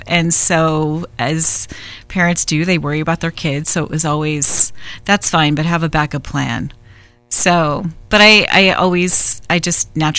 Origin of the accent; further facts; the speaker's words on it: Anaheim, California, United States; I grew up in Orange County. Don't hold that against me, California. Anaheim, specifically, and North Orange County when I was a young child.